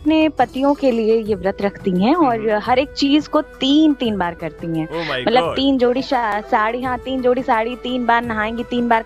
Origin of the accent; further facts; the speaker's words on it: Uttar Pradesh, India; चूंकि मैं उत्तर प्रदेश से बिलोंग करती हूँ तो हमारे यहाँ का ये लोक पारंपरिक त्यौहार है।